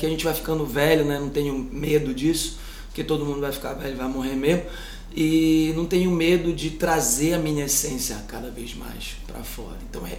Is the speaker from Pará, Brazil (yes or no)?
yes; Pará, Brazil; sou um cara que nasci ali na Vila Martins, que é uma beira de rio, tomava banho no rio todo dia, casa de madeira, e a minha família veio do Marajó.